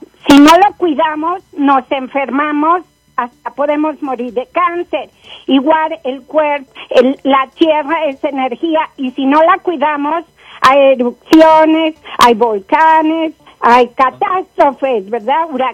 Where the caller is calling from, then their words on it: Colorado, United States; llamo desde las montañas de Denver.